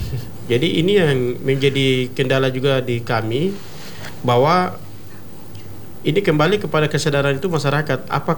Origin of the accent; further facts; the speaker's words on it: Papua, Indonesia; kita sebagai orang Papua